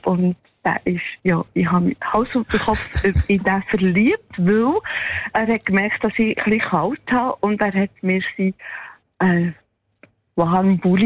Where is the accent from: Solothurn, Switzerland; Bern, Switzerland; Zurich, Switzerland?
Solothurn, Switzerland; Aufgewachsen bin ich im Kanton Solothurn, ich wohne aber schon seit, ja, schon lange.